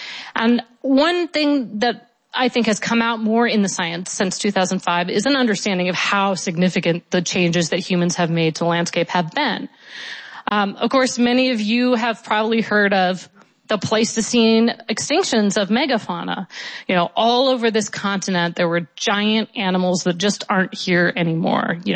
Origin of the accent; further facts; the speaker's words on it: Pacific Northwest, United States; I'm from the Pacific Northwest, so these kind of beautiful oak savannas with wildflowers underneath, I had thought of them as a pretty natural ecosystem